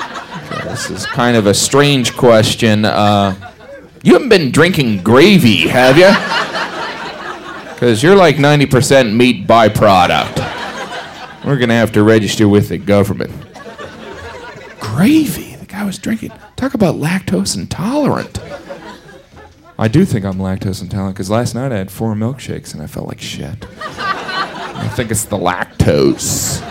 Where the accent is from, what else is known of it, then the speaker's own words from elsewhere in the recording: Indiana, United States; I grew up in Indiana, and I was back home walking around the Kmart in our town, or as we called it, the mall.